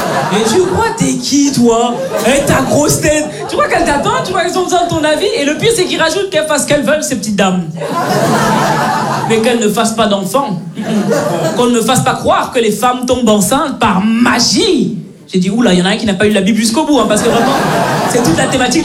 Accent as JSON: {"language": "French", "country": "Belgium", "tie": "born or raised there", "said": "Moi je suis née, j'ai grandi en Belgique, mes parents sont nés, ils ont grandi au Cameroun."}